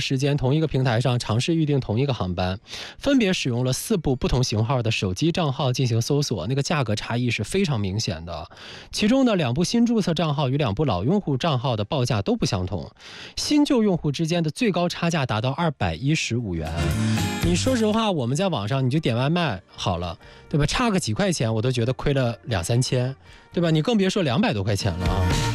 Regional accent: China

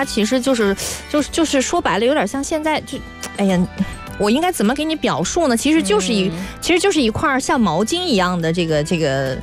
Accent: Guangzhou, Guangdong, China; 咱们广州人

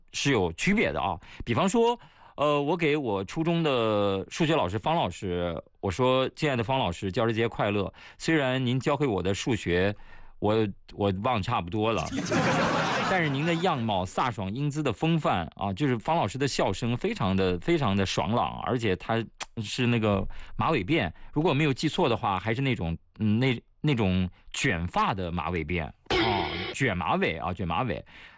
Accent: Shanxi, China; now in Anhui, China; 我就想起我的老家山西了啊

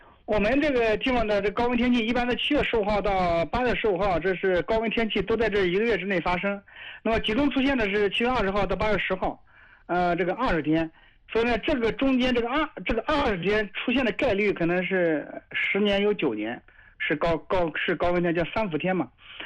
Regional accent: Guzhen, Anhui, China; 因为我们淮河两岸就是我的老家，固镇这边

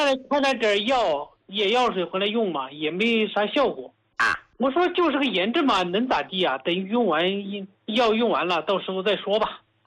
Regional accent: Hubei, China; 我是胡家老哥的受益者，我是湖北人，

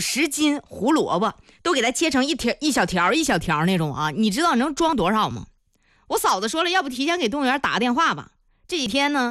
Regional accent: Zhengding, Hebei, China; accent: Zhengding dialect; 因为大家知道我的老家是在正定，

